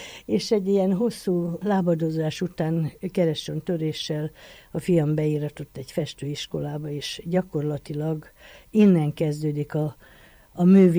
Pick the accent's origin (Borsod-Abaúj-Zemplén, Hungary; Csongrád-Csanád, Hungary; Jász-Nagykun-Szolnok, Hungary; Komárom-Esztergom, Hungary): Jász-Nagykun-Szolnok, Hungary; born there; moved away; also born or lived in Debrecen / Bulgaria; Jászberény mellett születtem, és később Debrecenbe jártam iskolába, onnan pedig az ötvösre kerültem, bulgár szakra, amiből 3 évet Bulgáriába töltöttem